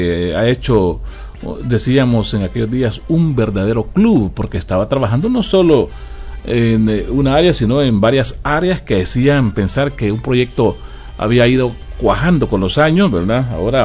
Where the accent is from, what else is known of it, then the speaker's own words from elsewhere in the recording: El Salvador; nosotros como salvadoreños